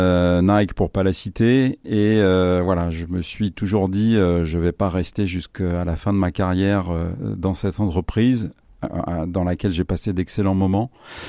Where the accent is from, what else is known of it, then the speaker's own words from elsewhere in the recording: Normandy, France; je suis normand, j'ai 59 ans